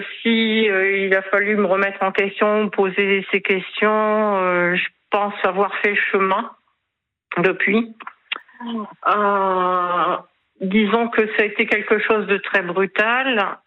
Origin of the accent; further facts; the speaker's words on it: Hauts-de-France, France; Nous sommes originaires des Hauts-de-France.